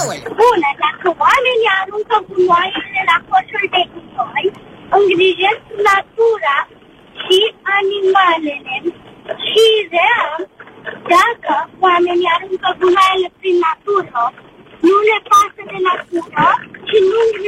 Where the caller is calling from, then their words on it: Iași, Iași County, Romania; din Iași, am 8 ani.